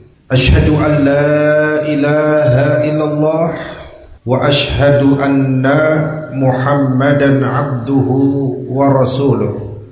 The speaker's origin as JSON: {"language": "Indonesian", "town": "Lamongan", "region": "East Java", "country": "Indonesia", "said": "Saya dari Lamongan, menurut saya Lamongan itu tidak jauh."}